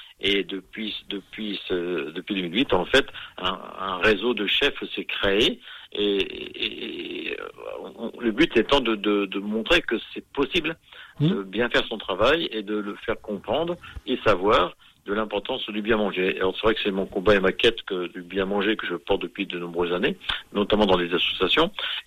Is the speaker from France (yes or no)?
yes; Saint-Amand-les-Eaux, Hauts-de-France, France; born there; moved away; je suis né à Saint-Amand-les-Eaux